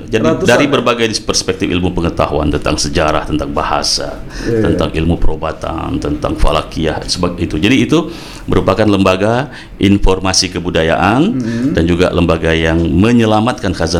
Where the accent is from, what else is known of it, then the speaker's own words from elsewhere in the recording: Penyengat Island, Riau Islands, Indonesia; also born or lived in Tanjung Pinang / Yogyakarta; Saya lahir di Pulau Penyengat, kemudian SMP 2 Tanjung Pinang, SMA di Tanjung Pinang